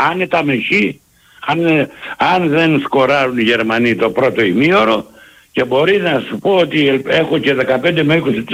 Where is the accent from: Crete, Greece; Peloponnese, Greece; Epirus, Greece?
Peloponnese, Greece; Μπορεί να είναι εγωιστικό, μπορεί επειδή είμαι και Λάκωνας να είναι από την πατρίδα μου.